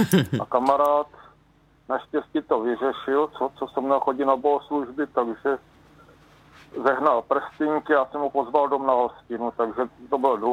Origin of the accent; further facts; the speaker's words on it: Olomouc, Olomouc Region, Czechia; Já jsem se modlil, já jsem věřící člověk, z Olomouce.